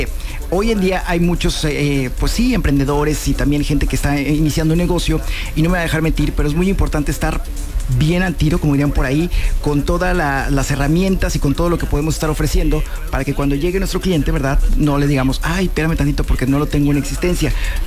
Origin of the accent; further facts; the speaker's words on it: Mexico; Y como buenos mexicanos, a veces lo tenemos muy arraigado.